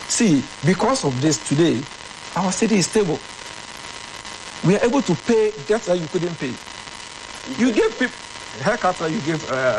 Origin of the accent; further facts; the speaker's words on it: Upper East, Ghana; I come from the Upper East.